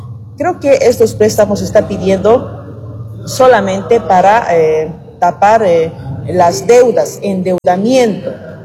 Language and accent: Spanish; Bolivia